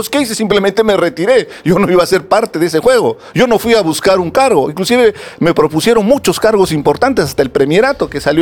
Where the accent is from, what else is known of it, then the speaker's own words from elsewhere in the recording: Apurímac, Peru; inclusive en mi región, yo soy de Apurímac.